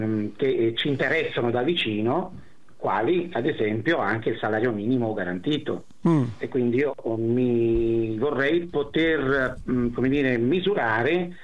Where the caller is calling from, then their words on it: Vicenza, Veneto, Italy; sono di Vicenza, abito qui a Vicenza